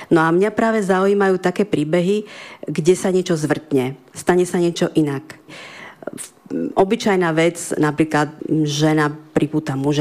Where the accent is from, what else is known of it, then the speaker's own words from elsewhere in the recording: Košice, Košice Region, Slovakia; born there; moved away as an adult; now in Humenné, Slovakia; som sa narodila v Košiciach. Tam som aj vyštudovala. A vlastne som sa tiež priženila do Humenného. Aj keď moje polovičné korene pochádzajú z Humenného, otec je odtiaľto, tu sa narodil.